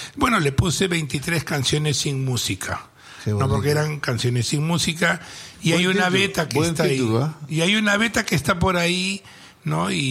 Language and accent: Spanish; Peru